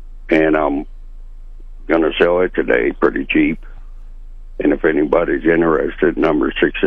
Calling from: Marshall, United States; Good morning. I'm calling from Marshall.

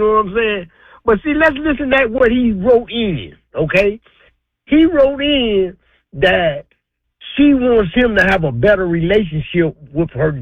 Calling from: Detroit, Michigan, United States; I'm from Detroit

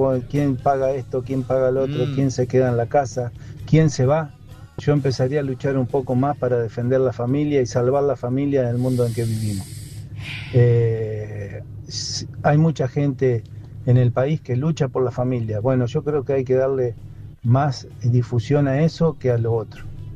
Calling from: Rafaela, Santa Fe, Argentina; de Rafaela.

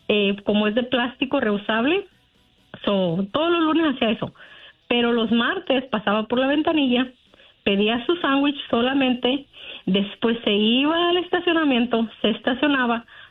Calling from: Manteca, California, United States; De aquí, de la ciudad de Manteca, California.

